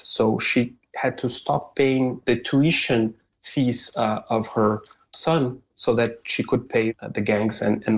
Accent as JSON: {"language": "English", "country": "Brazil", "tie": "born or raised there", "second_language": "English", "said": "growing up in Brazil, we're kind of u"}